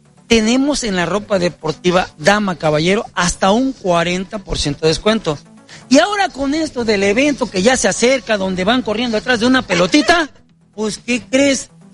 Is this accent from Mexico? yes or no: yes; Veracruz, Mexico; Ya como buen mexicano, como buen jarocho